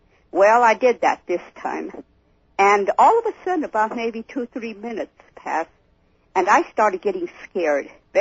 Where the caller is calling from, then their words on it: Bakersfield, California, United States; from Bakersfield.